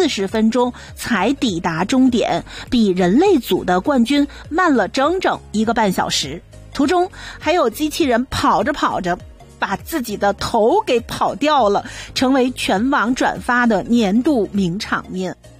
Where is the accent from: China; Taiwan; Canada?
Canada; Toronto, Ontario; 每年这2次比赛对于咱们多伦多人来讲